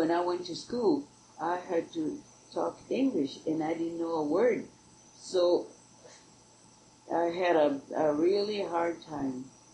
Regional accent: Fillmore, California, United States; born there; I was born in Fillmore.

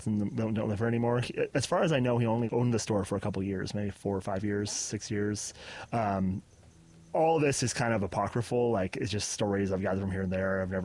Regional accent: Ojai, California, United States; I grew up in Ojai. My family's been here since the 30s.

